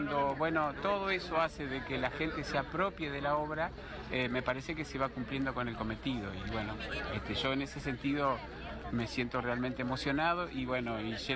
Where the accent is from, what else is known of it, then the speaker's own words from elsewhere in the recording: Entre Ríos, Argentina; en estos momentos vivo en Gualeguay, pero siempre mi provincia ha sido la de Entre Ríos.